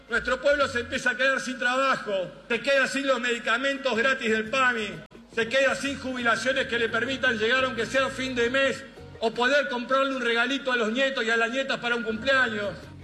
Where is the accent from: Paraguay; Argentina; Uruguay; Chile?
Argentina; Lo digo como un argentino más que sabe lo que es vivir en la periferia de la patria.